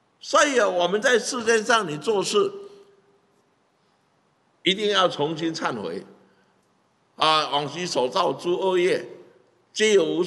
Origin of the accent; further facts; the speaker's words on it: Taiwan; 因为台湾是我们在这里土生土长，给我们教育，给我们长大，亲戚朋友协助我们都是我们的贵人